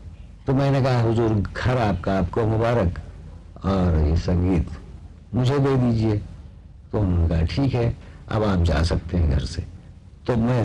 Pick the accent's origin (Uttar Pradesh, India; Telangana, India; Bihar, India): Uttar Pradesh, India; Lucknow; लखनऊ का रहने वाला हूँ, लखनऊ में उस्ताद बब्बन साहब मरहूम अल्लाह बख्शे उनकी नवाजिश रही मुझ पर